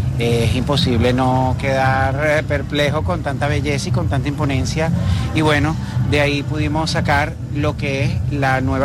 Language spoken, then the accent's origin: Spanish; Venezuela